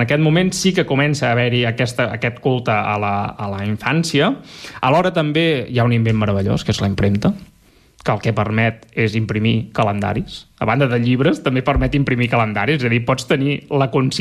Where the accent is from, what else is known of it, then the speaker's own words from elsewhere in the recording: Munich, Bavaria, Germany; Bueno, jo sóc aquí de Múnich de tota la vida